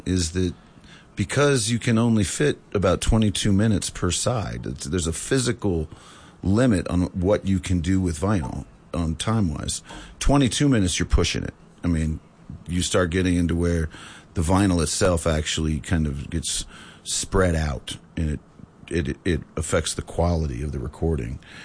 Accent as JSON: {"language": "English", "town": "New Orleans", "region": "Louisiana", "country": "United States", "said": "You know, and we're from New Orleans. Like, we don't ever see zero, you know?"}